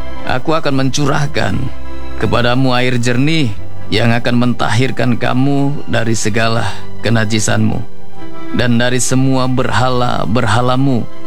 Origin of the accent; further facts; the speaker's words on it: Papua, Indonesia; Istilah kita orang Papua bilang